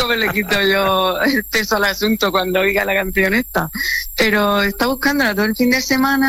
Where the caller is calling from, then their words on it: Murcia, Region of Murcia, Spain; estoy en Murcia.